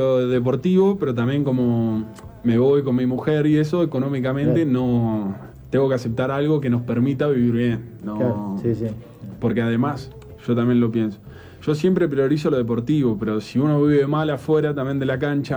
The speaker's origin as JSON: {"language": "Spanish", "town": "Ayacucho", "region": "Buenos Aires Province", "country": "Argentina", "moved": "yes", "said": "soy de Ayacucho"}